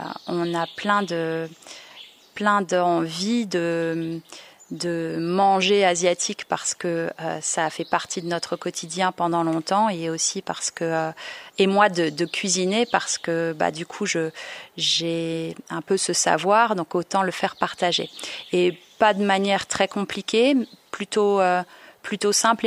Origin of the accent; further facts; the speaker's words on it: Strasbourg, Grand Est, France; born there; moved away as an adult; also born or lived in Germany; moi je suis originaire de Strasbourg, donc évidemment j'ai des racines et des traditions alsaciennes assez fortes. Et puis comme je l'ai dit tout à l'heure, j'ai vécu en Allemagne pendant 10 ans.